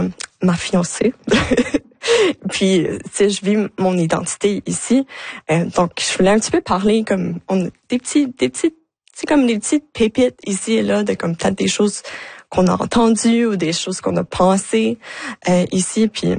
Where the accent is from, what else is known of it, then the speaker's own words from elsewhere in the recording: Moncton, New Brunswick, Canada; moi je viens de Moncton, donc on s'entend dans le Nouveau-Brunswick, Moncton, c'est quand même une grande ville. Mais je peux dire que moi, grandissant à Moncton, je filais pas comme si c'était une grande ville.